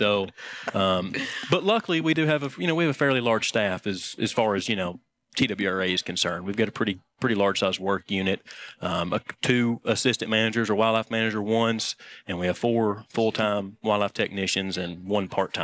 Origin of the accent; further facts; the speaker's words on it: Maryville, Tennessee, United States; I grew up in Blount County, Maryville.